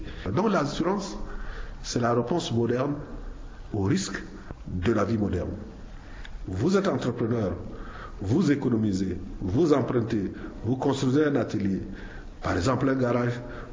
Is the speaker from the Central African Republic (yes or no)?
yes; Central African Republic; Chez nous, en Centrafrique